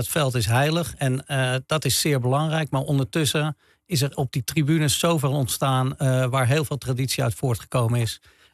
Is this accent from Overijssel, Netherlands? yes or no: no; Amsterdam, North Holland, Netherlands; also born or lived in Velsen; Ja, ik ben uiteindelijk opgegroeid in Amsterdam. We zijn naar Amsterdam-Zuid gegaan. En daar heb ik de rest van mijn leven, althans, daar ben ik getogen. School in Amstelveen. Maar opgegroeid in Amsterdam.